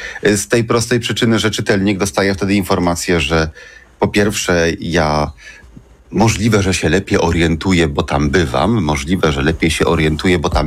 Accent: Poznań, Greater Poland Voivodeship, Poland; also born or lived in Szczecin; ja jestem z Poznania i przyzwyczajony jestem do tego, że teren jest płaski, porośnięty zbożem i że jest gęsto zaludniony, bo tak mniej więcej wygląda Wielkopolska.

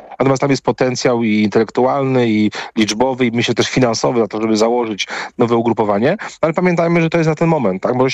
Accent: Poznań, Greater Poland Voivodeship, Poland; jestem z Poznania

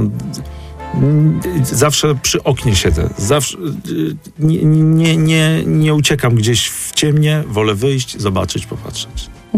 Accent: Warmian-Masurian Voivodeship, Poland; moved away; pochodzę z Mazur, z Warmii i Mazur, nie? Z małego miasta.

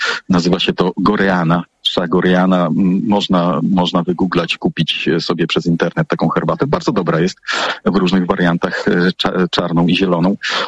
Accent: northern Poland, Poland; Wyobraźmy sobie, nie wiem, no ja jestem tutaj z północy, weźmy sobie Kartuzy na wyspie na przykład, tak?

